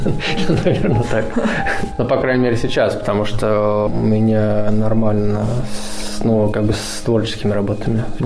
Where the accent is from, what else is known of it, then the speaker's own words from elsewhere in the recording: Oryol, Oryol Oblast, Russia; я из Орла